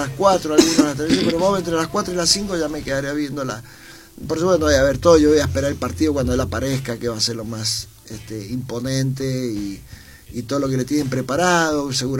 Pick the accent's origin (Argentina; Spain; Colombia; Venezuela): Argentina; Por lo menos para los que tenemos 60 y un poquito más también